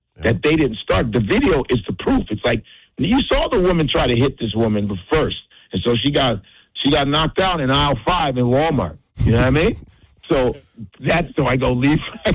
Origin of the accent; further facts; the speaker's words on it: Nigeria; I'm speaking up for us, regardless of whether you hate me that I'm Nigerian.